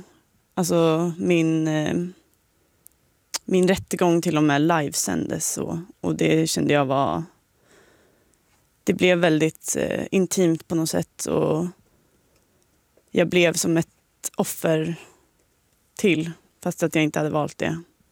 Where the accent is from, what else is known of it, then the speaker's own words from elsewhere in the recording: Sollefteå, Västernorrland County, Sweden; moved away; jag kommer liksom från Sollefteå, en liten stad där jag... liksom alltid varit väldigt godtrogen mot människor